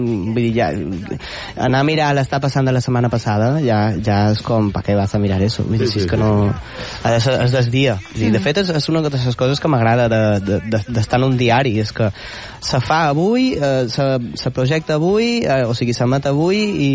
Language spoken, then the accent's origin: Catalan; Balearic Islands, Spain; moved away; Jo, al final, sóc de Mallorca